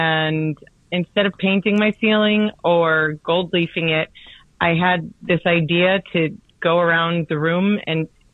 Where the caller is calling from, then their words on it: New York, United States; from Astoria.